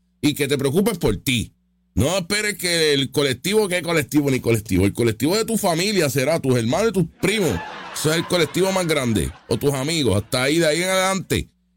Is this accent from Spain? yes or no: no; Puerto Rico; Tenemos que vivirlo, somos americanos, Puerto Rico USA y Puerto Rico USA.